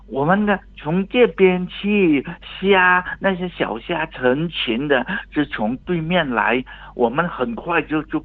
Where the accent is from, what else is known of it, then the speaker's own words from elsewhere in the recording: Hainan, China; 我们海南话叫做锅